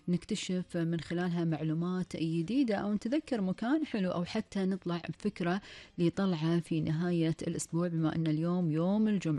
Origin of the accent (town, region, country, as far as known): Kuwait